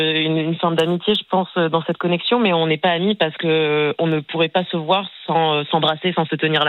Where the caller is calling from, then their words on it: Paris, Île-de-France, France; J'habite à Paris et j'ai 30 ans.